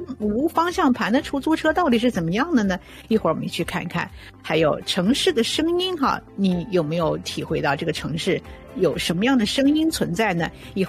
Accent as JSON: {"language": "Chinese", "country": "Canada", "said": "因为贸易战已经改变了我们加拿大人的饮酒的选择。你像我们安省啊或者 BC 省啊"}